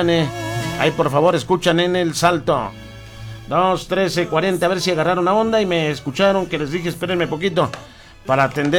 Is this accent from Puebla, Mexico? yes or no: no; Zacatecas, Mexico; now in Escondido, United States; Desde Escondido, California, soy orgullosamente zacatecana. Saludo para Jalpa, Zacatecas